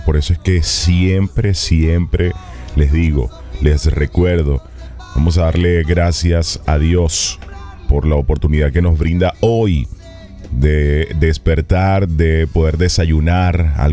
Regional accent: Venezuela; este momento tan difícil que estamos viviendo como venezolanos.

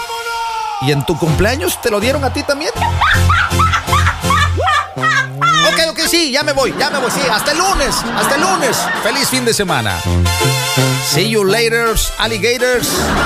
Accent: Veracruz, Mexico; yo soy de oro, y yo soy jarocho.

